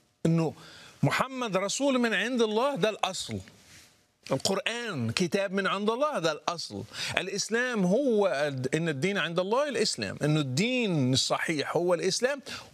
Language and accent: Arabic; Morocco; لأنه كان عندنا في المغرب فكرة من ضمن التخويف